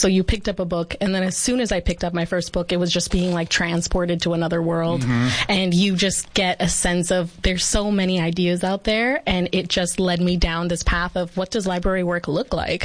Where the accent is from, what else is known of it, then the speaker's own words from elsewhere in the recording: Greenfield, California, United States; moved away; Yeah, so I'm from the Salinas Valley, from a little town called Greenfield.